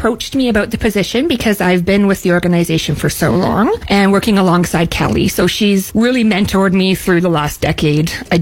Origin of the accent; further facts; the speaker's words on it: Drumbo, Ontario, Canada; moved away; I'm from Drumbo, so we moved back home when we started having a family